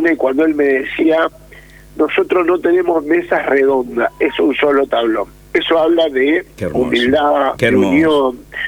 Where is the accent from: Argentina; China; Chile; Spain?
Argentina; Pujato, Santa Fe; nosotros los pujatenses